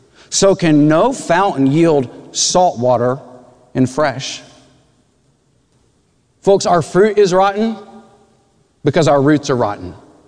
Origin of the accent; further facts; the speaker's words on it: Texas, United States; Now, I grew up in West Texas, and everyone there has a distinct accent. I have never thought that my accent is that pronounced.